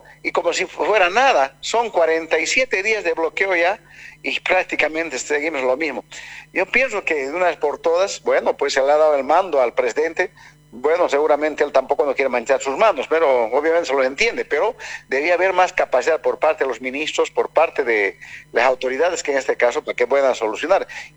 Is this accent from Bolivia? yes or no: yes; Bolivia